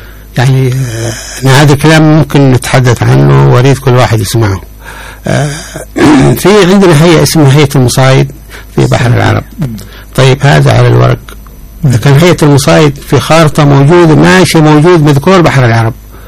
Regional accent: Hadramaut, Yemen; عندنا هاني في حضرموت

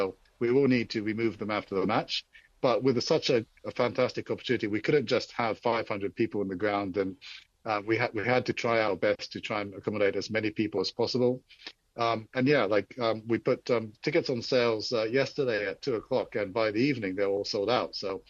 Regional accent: Japan; I'm half Scottish, half Japanese, and I grew up in Japan. I'm pretty much fully Japanese.

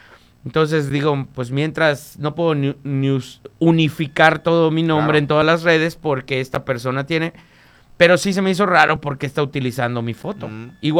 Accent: Yucatán, Mexico; los que somos yucatecos a veces somos muy confiados.

